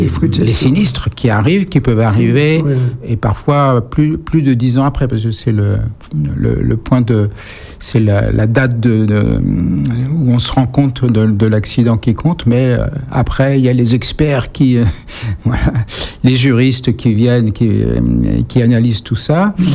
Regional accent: Saint-Mandé, Île-de-France, France; moved away as an adult; now in Périgueux, France; Je suis né dans le Val-de-Marne, à Saint-Mandé.

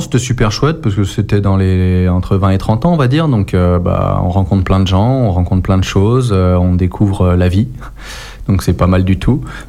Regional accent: Auvergne-Rhône-Alpes, France; also born or lived in Grenoble; now in Périgord vert, France; Moi, j'ai grandi en Haute-Savoie, donc de l'autre bout de la France, dans les montagnes, dans un petit village aussi. C'était la campagne aussi, mais plus en altitude.

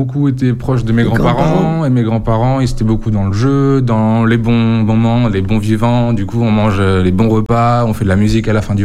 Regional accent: Vienne, Nouvelle-Aquitaine, France; now in Dordogne, France; Non, je suis originaire de la Vienne, mais du coup, moi, je suis venu m'installer, du coup, en Dordogne.

